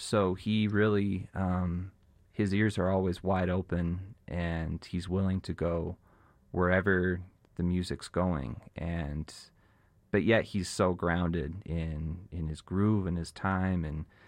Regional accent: Canada; I'm from Canada.

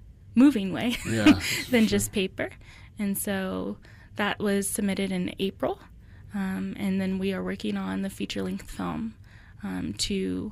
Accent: Colorado Springs, Colorado, United States; also born or lived in Park Hill / Castle Rock; now in Denver, United States; I was born in Park Hill, and then at 2 years old, my family moved to Colorado Springs, and then I was there until I was 12, and then we went to Castle Rock.

